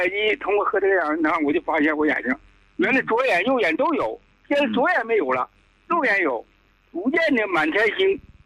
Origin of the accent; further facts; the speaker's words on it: Northeast China, China; accent: Northeastern; also born or lived in Fuyang, Anhui; 我是安徽人，在东北长大的，我安徽阜阳的。